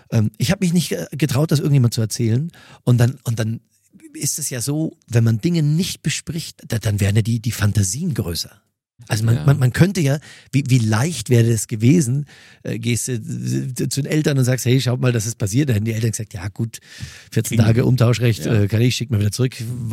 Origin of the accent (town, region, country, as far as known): Mühldorf am Inn, Bavaria, Germany